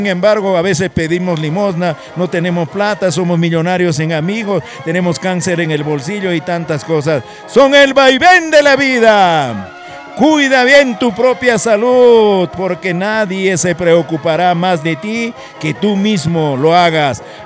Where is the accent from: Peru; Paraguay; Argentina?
Peru